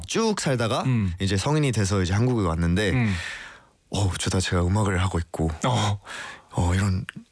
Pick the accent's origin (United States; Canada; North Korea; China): Canada; moved away as an adult; now in South Korea; 저는 캐나다에서 왔고 이제 7년이 벌써 됐습니다.